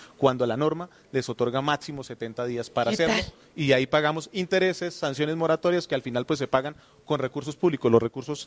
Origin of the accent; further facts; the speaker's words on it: Vélez, Santander, Colombia; Me sé coplas porque yo soy de Vélez, Santander, de la provincia